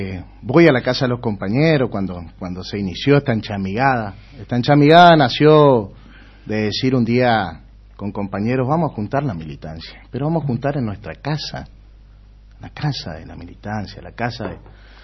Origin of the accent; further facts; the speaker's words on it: Resistencia, Chaco, Argentina; also born or lived in El Impenetrable, Chaco; Yo soy nacido y criado en Resistencia, y llegó un momento de mi vida que me fui al impenetrable